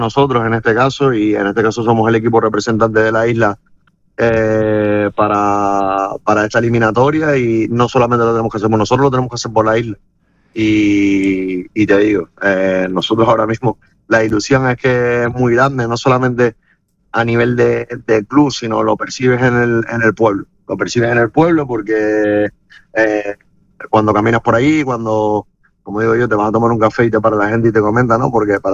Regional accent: Canary Islands, Spain; somos canarios

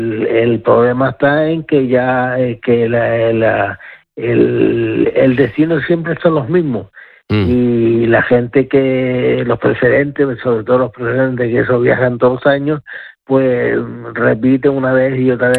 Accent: Canary Islands, Spain; Canarias que estamos abiertos todo el año.

